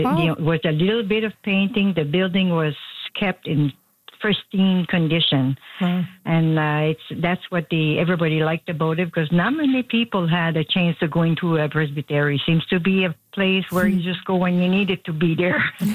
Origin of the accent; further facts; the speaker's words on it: New Brunswick, Canada; And so when I came back to my hometown, I said, why don't we have that here?